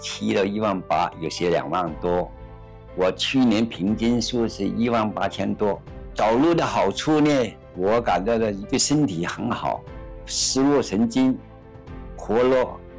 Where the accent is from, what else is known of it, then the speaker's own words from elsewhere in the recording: Hong Kong; now in Shenzhen, China; 我是香港人，今年93岁。